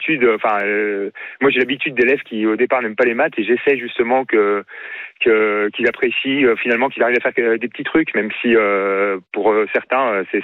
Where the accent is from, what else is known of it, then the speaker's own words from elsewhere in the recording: Lyon, Auvergne-Rhône-Alpes, France; Et comme je suis lyonnais, en plus